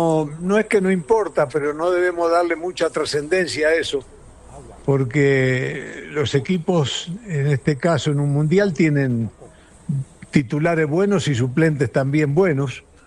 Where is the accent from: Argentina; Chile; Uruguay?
Uruguay; Yo soy uruguayo, me crié en un país que ha creído siempre y ha tenido una manera de jugar que no es una casualidad